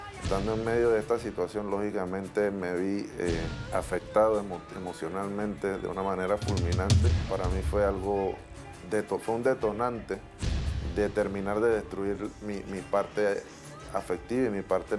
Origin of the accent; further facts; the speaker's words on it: Panama; Mi infancia fue aquí en la República de Panamá, donde una mujer muy luchadora trató de sacarme adelante